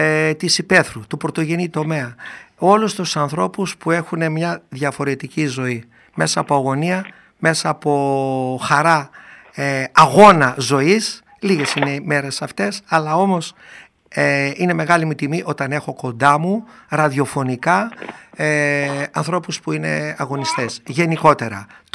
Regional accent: Doirani, Central Macedonia, Greece; επειδή είμαι χωριάτης από Δοϊράνη Κυλκής και είμαι και υπερήφανος γι' αυτό, έχω μεγαλώσει με τα μαντρόσκυλα

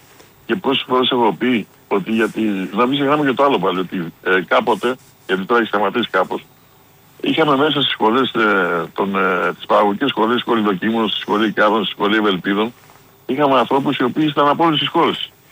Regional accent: Greece; also born or lived in United States

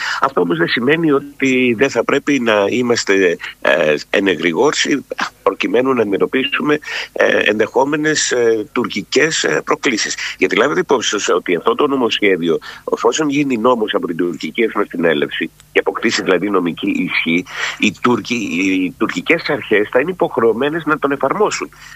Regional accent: Greece; εμείς που είμαστε Έλληνες

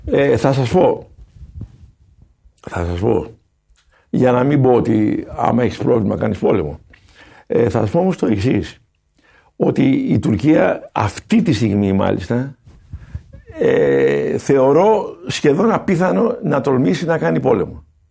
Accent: Iraklia, South Aegean, Greece; Δηλαδή στο νησί μου, στην Ηρακλιά

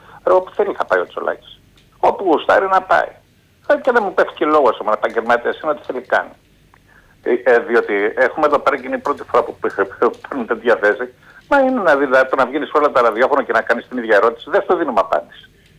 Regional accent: Keratsini, Attica, Greece; από το Κερασίνη.

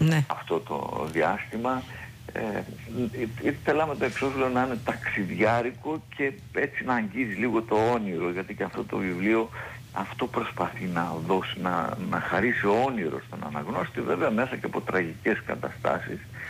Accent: Epirus, Greece; moved away; Εδώ είναι τα βιώματά μου, είμαι και στο χωριό μου αυτό το διάστημα. Η ψυχή μου γαλουχήθηκε εδώ από τις εικόνες, τους ανθρώπους, τους παραμυθάδες του χωριού μου.

